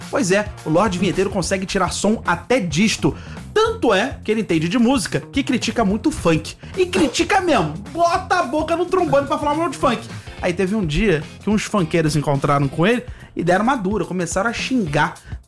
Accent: Rio de Janeiro, Brazil; accent: carioca; ele também é carioca e também viveu até uns 19 anos no Rio.

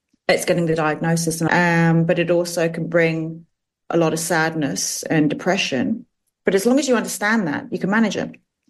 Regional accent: London, United Kingdom; He didn't live in England when we were growing up in London. He lived in France.

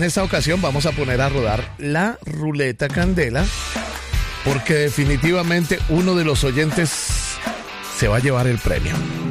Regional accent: Colombia; somos madrugadores colombianos, por finalmente colombianos

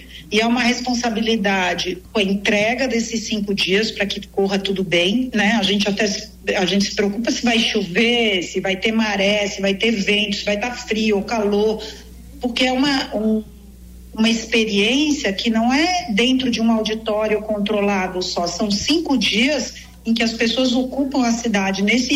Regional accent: Paraty, Rio de Janeiro, Brazil; Eu sou de Paraty, né? Nascida e criada aqui.

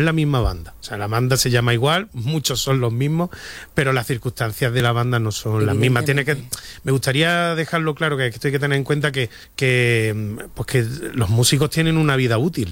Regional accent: Úbeda, Andalusia, Spain; para nosotros Úbeda es el centro del universo, pero si nosotros vemos un mapa de Andalucía, Úbeda está en el rincón último, allí somos casi murcianos.

